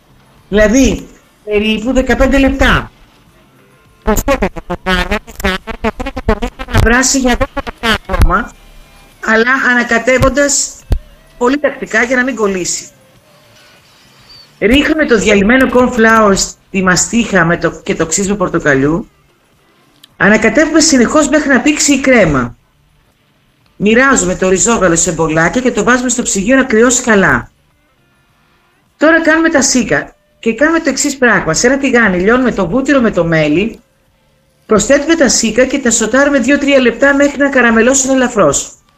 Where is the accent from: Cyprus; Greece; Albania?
Greece; γιορτάζουμε σαν Έλληνες τη μνήμη της Παναγίας.